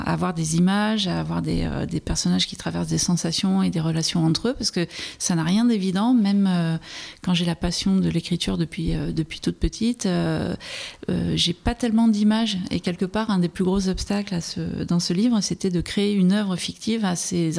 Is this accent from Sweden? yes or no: no; Nouvelle-Aquitaine, France; j'ai grandi près de Bordeaux, dans un milieu populaire